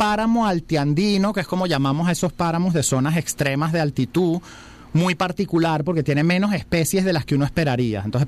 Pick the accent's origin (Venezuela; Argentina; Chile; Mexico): Venezuela; la mayoría de los venezolanos que visitamos las zonas de alta montaña lo hacemos como turistas.